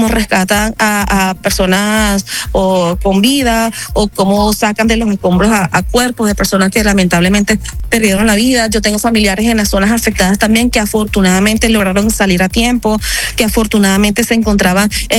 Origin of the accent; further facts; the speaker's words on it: Venezuela; somos los venezolanos.